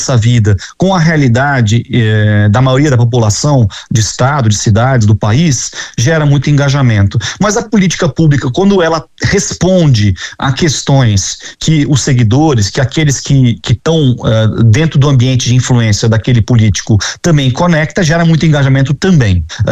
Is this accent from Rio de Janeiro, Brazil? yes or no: yes; Rio de Janeiro, Brazil